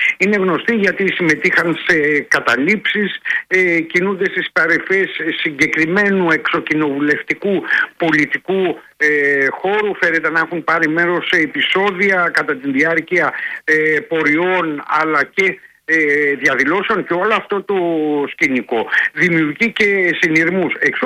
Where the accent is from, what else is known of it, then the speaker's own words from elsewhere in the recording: Dafni, Western Greece, Greece; στην Δάφνη Καλαβρίτων, εκεί στην πατρίδα μου